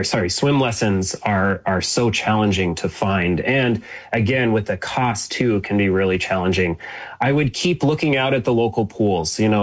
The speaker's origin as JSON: {"language": "English", "town": "Federal Way", "region": "Washington", "country": "United States", "tie": "born or raised there"}